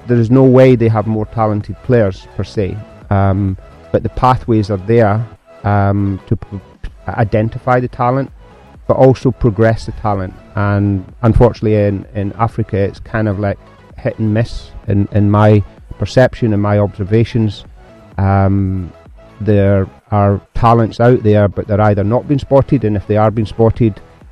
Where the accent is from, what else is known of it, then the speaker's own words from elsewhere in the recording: Glasgow, Scotland, United Kingdom; accent: Scottish; moved away as an adult; also born or lived in Jersey; Yeah, I am Scottish, born in Glasgow. But I moved country when I was 19, 20 to seek better opportunities, and spent most of my adult life on a small island of Jersey, not New Jersey in the US, but small Jersey